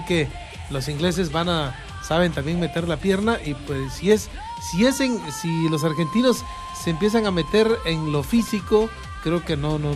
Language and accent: Spanish; Mexico; nosotros como mexicanos nada más vamos a estar como espectadores